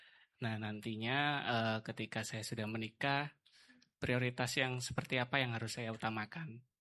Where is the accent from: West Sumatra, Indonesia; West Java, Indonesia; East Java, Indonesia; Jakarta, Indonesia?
East Java, Indonesia; Surabaya; moved away; saya asli Surabaya, Ustaz.